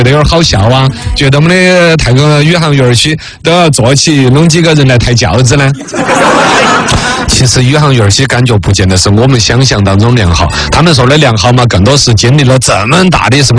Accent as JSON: {"language": "Chinese", "town": "Chengdu", "region": "Sichuan", "country": "China", "said": "之前是我们的这个叫天福老师，就是我们成都人噻"}